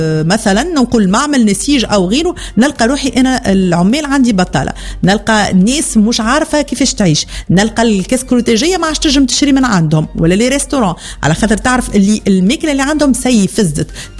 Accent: Tunisia

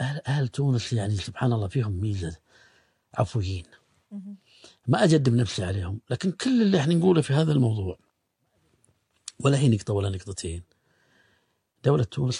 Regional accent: Bahrain; احنا عندنا في البحرين

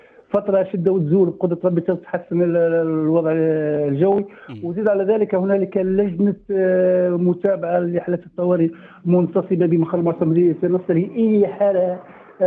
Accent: Nefta, Tozeur Governorate, Tunisia

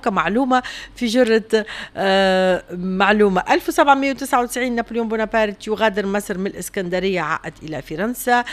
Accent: Tunisia

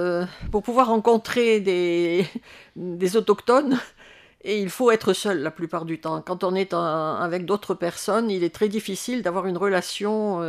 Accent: Tunisia; born there; moved away; Bon, je suis née en Tunisie, donc je recherche plus ou moins quelque chose qui me manque depuis que j'ai quitté la Tunisie.

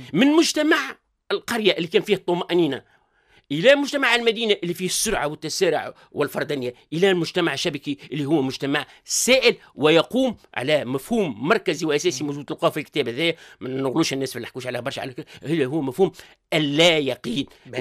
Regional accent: Kasserine Governorate, Tunisia; born there; moved away

